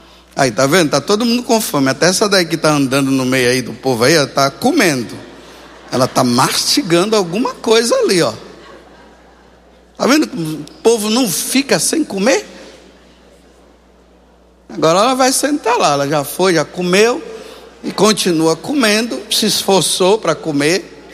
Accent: Bahia, Brazil; Eu sou baiano.

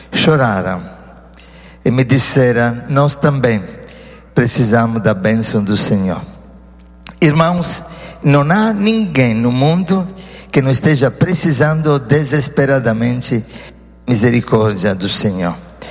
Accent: Sardinia, Italy; moved away; Na minha terra belíssima, que se chama Sardenha, uma ilha no meio do Mediterrâneo

